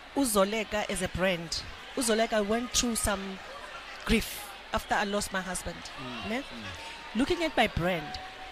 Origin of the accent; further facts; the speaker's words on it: Cape Town, Western Cape, South Africa; I was born and bred in Cape Town from Langa.